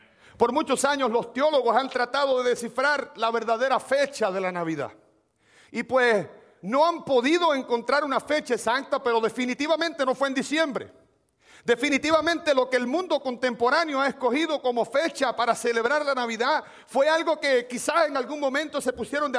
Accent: Puerto Rico; así somos nosotros los puertorriqueños

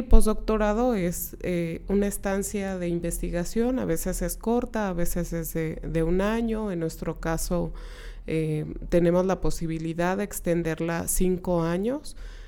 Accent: La Piedad, Michoacán, Mexico; estar con la gente que quiero, en la ciudad de donde soy originaria

